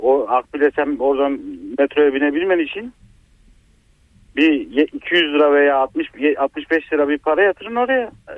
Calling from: Istanbul, Turkey; Esenler'den arıyorum İstanbul'dan.

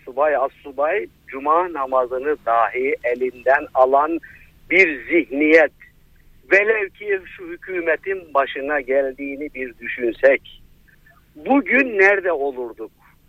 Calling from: Istanbul, Turkey; İstanbul'dan arıyorum.

